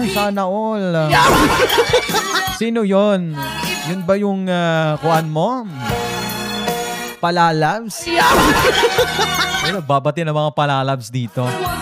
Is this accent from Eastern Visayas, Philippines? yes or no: yes; Palapag, Eastern Visayas, Philippines; Diri man po ako taga Didi kasi. Taga palapag man